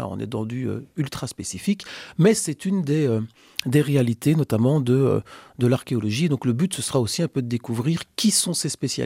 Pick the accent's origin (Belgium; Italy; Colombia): Belgium; Wallonia; Il est chez nous en Wallonie et ça, c'est assez cool de le dire.